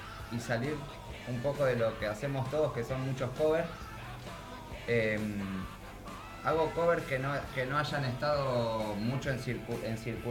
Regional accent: Quilmes, Buenos Aires Province, Argentina; de Zona Sur, de Quilmes.

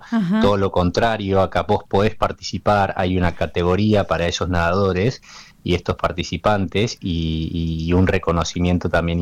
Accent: Tucumán, Argentina; Yo que soy tucumano, ¿dónde nadás en aguas frías en Tucumán?

